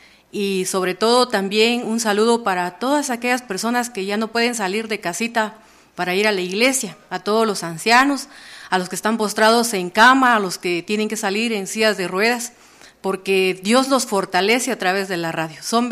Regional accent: Las Delicias, Guatemala; Venimos de Aldea Las Delicias, allá vivimos, allá trabajamos y allá escuchamos la radio cultural.

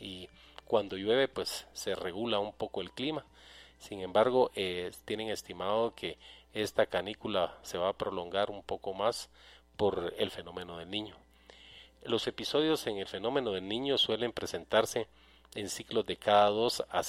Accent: Guatemala; acá en Guatemala.

